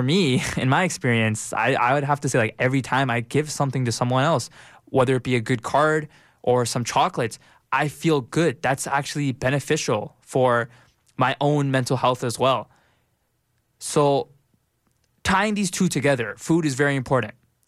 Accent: Pakistan; I'm from Pakistan

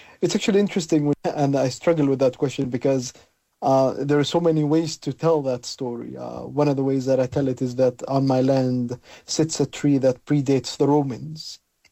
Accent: Palestine; When I tell people I'm from Palestine, often I'm met with things like, I am sorry that this is happening in your country, this is heartbreaking

